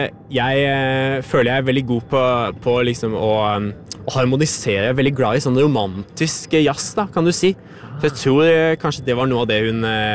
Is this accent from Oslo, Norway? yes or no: no; Risør, Agder, Norway; Nei, jeg kommer fra Risør da. Det den fineste byen på Sørlandet, tenker jeg.